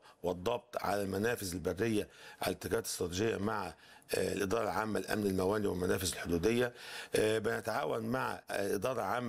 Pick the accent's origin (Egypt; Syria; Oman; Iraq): Egypt; بلدنا مصر